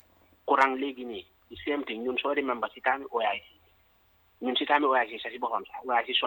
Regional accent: Kotu, Kanifing, Gambia; I was born and raised in Kotu.

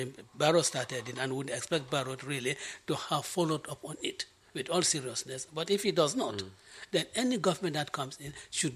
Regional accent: Banjul, Gambia; When I grew up in Half-Die.

